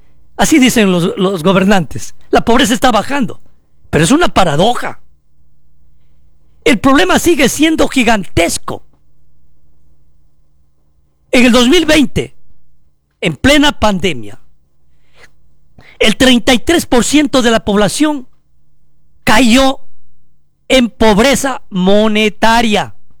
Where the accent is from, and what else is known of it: Ecuador